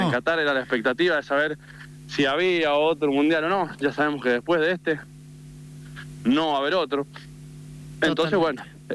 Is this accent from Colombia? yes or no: no; Argentina; con tantos problemas que tenemos los argentinos